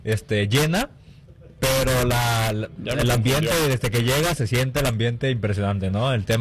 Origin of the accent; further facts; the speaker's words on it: Mexico; oye, ¿eres de Colombia? Y no, soy mexicano.